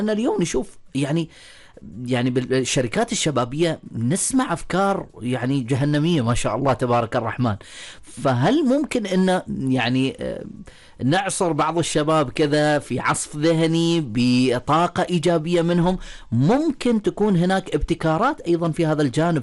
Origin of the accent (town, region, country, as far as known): Oman